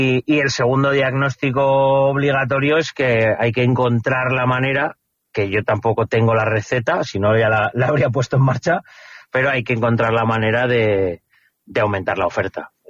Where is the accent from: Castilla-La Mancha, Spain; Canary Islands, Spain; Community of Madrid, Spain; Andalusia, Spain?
Community of Madrid, Spain; Madrid; born there; now in Calatayud, Spain; Yo no soy de Calatayud, originario de Calatayud. Sí que tenía familia y yo realmente he nacido en Madrid. Llevo aquí aproximadamente pues casi 10 años